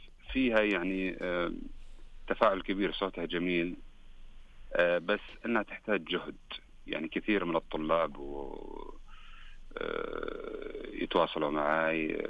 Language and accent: Arabic; Saudi Arabia; أنا كأول سعودي